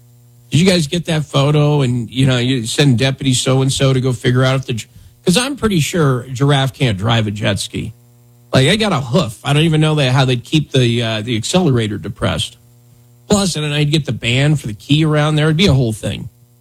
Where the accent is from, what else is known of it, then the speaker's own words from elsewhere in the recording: Wyoming, United States; where I grew up in Wyoming